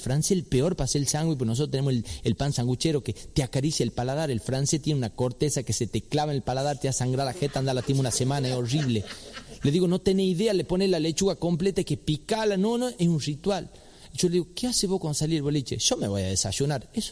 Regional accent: Tucumán, Argentina; accent: tucumano; yo tengo una mezcla rara porque tengo padres sanjuaninos y soy tucumano y son muy diferentes, son culturas diferentes porque el tucumano tiene como una cultura propia.

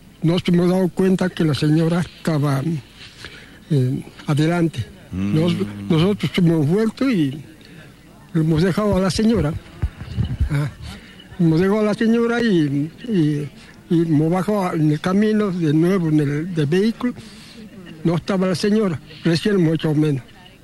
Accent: Molinos, Salta, Argentina; also born or lived in Finca Amaicha, Salta; Soy de Molinos, pero yo nací en Amaicha.

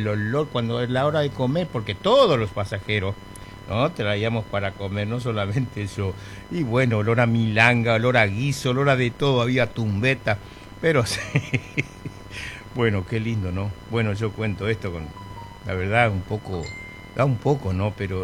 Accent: Presidencia de la Plaza, Chaco, Argentina; now in Ushuaia, Argentina; Presidencia en la plaza, mi pueblo no tiene pista. ¿Qué va a tener? Pista de caballo, de zorra, de sulky, de carreta, de tractor

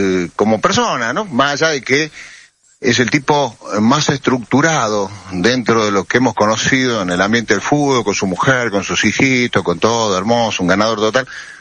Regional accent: Argentina; ¿Cuántos somos los argentinos?

